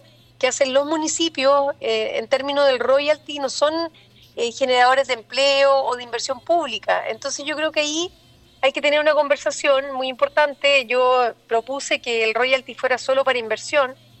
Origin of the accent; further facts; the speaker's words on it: Atacama, Chile; quienes somos habitantes de Atacama